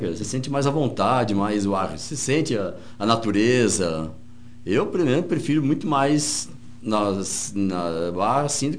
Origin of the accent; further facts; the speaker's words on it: São Paulo, Brazil; born there; moved away; Morava em São Paulo